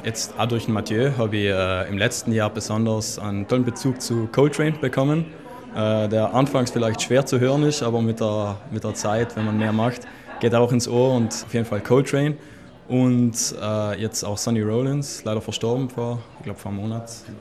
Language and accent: German; Trentino-Alto Adige, Italy; moved away as an adult; now in Innsbruck, Austria; ich werde 21 Jahre am 19. Juli. Ich komme ursprünglich aus Diesens und studiere gerade in Innsbruck